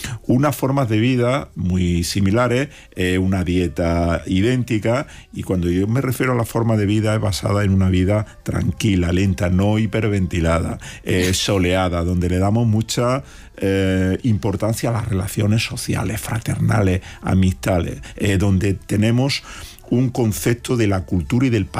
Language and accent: Spanish; Jaén, Andalusia, Spain; donde yo había crecido, nacido y crecido en una tierra con bosques kilométricos de olivares que necesitamos prismáticos para intentar divisarlo en el horizonte